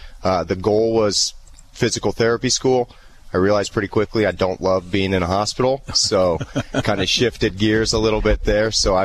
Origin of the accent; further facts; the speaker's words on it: Sherman, Illinois, United States; now in Springfield, United States; Yeah, born and raised in Sherman. Went to Louisville High School.